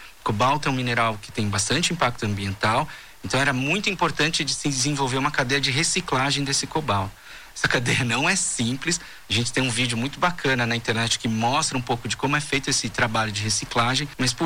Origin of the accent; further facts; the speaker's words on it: Brazil; demande de nós como brasileiros, de que a gente tenha a consciência e a responsabilidade de realmente conseguir a melhor negociação global para que o país possa ser competitivo na cadeia global